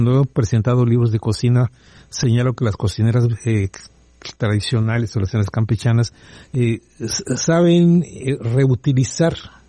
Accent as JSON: {"language": "Spanish", "town": "Mérida", "region": "Yucatán", "country": "Mexico", "said": "yo soy de Santa Ana"}